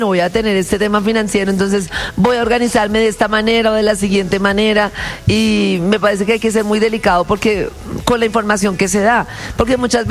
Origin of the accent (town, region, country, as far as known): Colombia